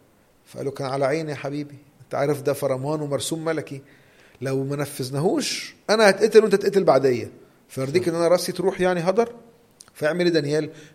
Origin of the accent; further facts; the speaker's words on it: Egypt; في ناس يا كريم بلغتنا كمصريين بتتلكك